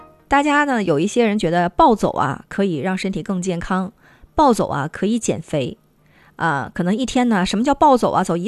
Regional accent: Harbin, Heilongjiang, China; 融合在我们哈尔滨人这个骨子里的这种浪漫的氛围

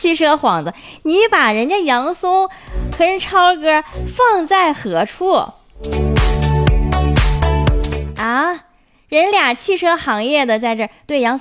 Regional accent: Northeast China, China; 咱们东北人买车这个问题啊

